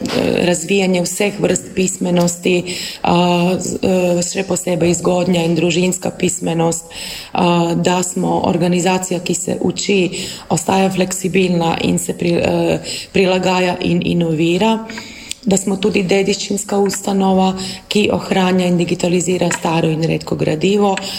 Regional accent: Karlovac, Karlovac County, Croatia; Slovenian is a second language; Jaz nisem Slovenka, jaz sem rojena na Hrvaškem in sem rojena v Karlovcu in v Karlovcu živim celo svoje življenje

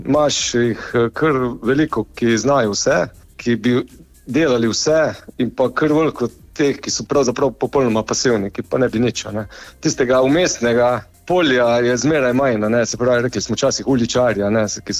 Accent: Carinthia, Slovenia

